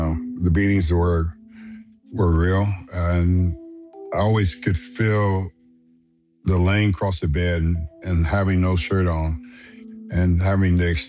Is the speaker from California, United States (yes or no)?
yes; Los Angeles, California, United States; born or raised there